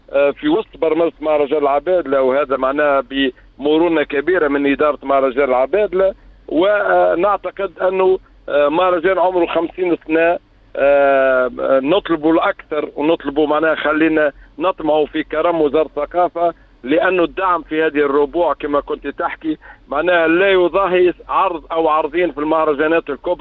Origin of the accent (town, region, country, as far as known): Tunisia